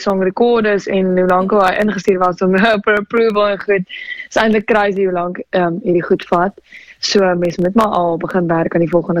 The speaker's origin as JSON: {"language": "Afrikaans", "town": "Pretoria", "region": "Gauteng", "country": "South Africa", "moved": "as an adult", "lives_now": "Cape Town, South Africa", "said": "Ek is in die Kaap, vars in die Kaap eintlik, nie meer so vars, ek kom eindelijk van Pretoria af, maar ja, ons het onlangs Kaap toe getrek"}